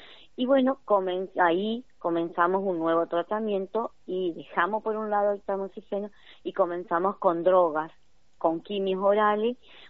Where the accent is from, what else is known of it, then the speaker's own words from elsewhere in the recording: Conscripto Bernardi, Entre Ríos, Argentina; born there; moved away as an adult; now in Federal, Argentina; soy de …, como usted dijo, yo nací en Concepto Bernardi, pero hace 17 años estoy trabajando acá en la ciudad de Federal, como docente